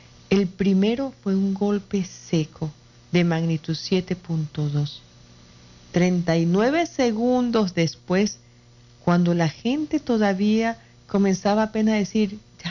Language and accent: Spanish; Caracas, Capital District, Venezuela; now in Yaracuy, Venezuela; nosotros somos de Caracas y nos hemos mudado hace tiempo ya hacia esa zona donde fue el epicentro.